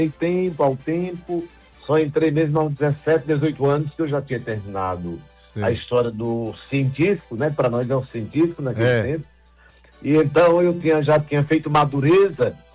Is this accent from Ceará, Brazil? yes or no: yes; Barbalha, Ceará, Brazil; born there; also born or lived in Crato; now in Fortaleza, Brazil; eu nasci em Barbalho de Santo Antônio